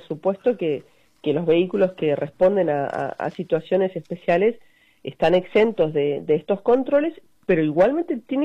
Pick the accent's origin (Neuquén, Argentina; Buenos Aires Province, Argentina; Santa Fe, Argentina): Neuquén, Argentina; somos todos los neuquinos